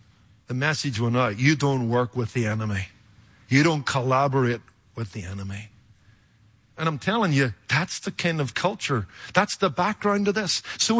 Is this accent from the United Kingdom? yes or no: yes; Northern Ireland, United Kingdom; I saw something of this growing up in Northern Ireland in a culture that was divided.